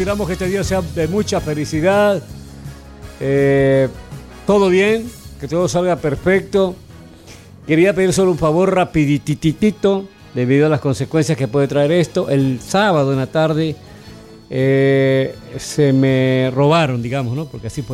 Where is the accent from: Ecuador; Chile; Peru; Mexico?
Ecuador; Portoviejo, Manabí; yo soy de Puerto Viejo.